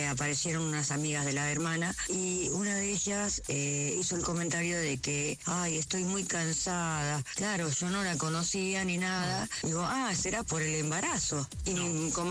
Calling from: General Pacheco, Buenos Aires Province, Argentina; de General Pacheco.

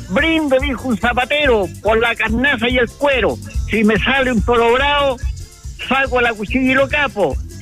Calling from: Chile; Soy chileno, yo aquí me visto de guaso, te hago una ramadita también aquí en el campo

